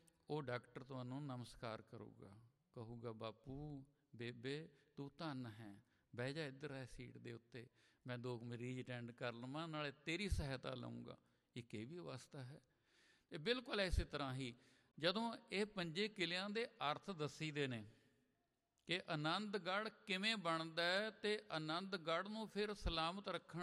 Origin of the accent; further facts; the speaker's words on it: Chamkaur Sahib, Punjab, India; moved away as an adult; ਮੈਂ ਚਮਕੌਰ ਸਾਹਿਬ ਦਾ ਜੰਮਿਆ, ਉੱਥੇ ਪਲਿਆ, ਉੱਥੇ ਪੜ੍ਹਿਆ, ਉੱਥੇ ਮੈਂ ਰਿਟਾਇਰ ਹੋਇਆ